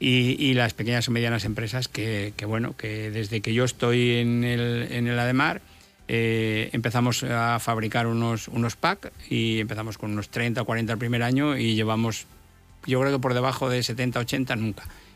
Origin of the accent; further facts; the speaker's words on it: León, Castile and León, Spain; Sí, es que, bueno, como decía antes, somos de León y hay que llevar la bandera de León por todas partes.